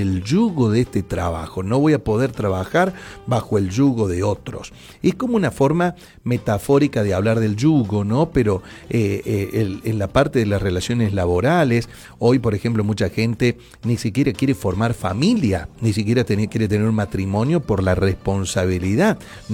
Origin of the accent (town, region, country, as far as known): Argentina